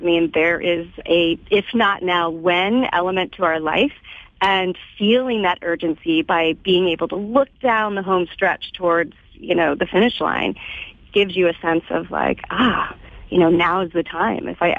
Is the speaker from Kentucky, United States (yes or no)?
yes; Louisville, Kentucky, United States; I grew up in Louisville, Kentucky. I went to Churchill Downs many times. It's the home of the Kentucky Derby.